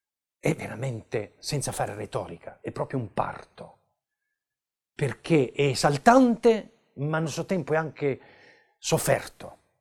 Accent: Apulia, Italy; un sasso della mia terra, delle Murge

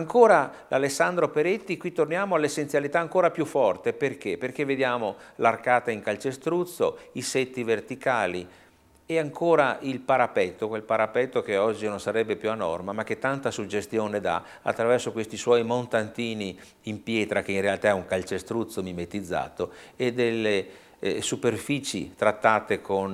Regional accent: Padua, Veneto, Italy; passiamo a Padova, la mia città natale.

